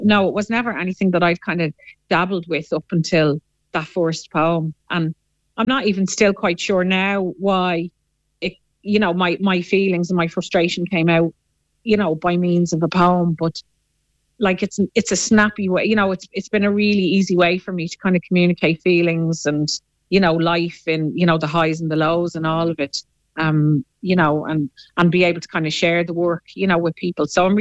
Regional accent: Dublin, Leinster, Ireland; I'm from Dublin, and I'm a mum of two, and I'm a middle-aged mum of two

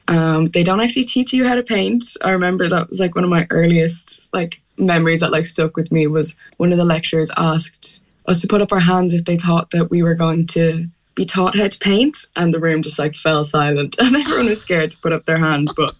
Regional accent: County Wicklow, Ireland; kind of looking into history of where I grew up in Wicklow

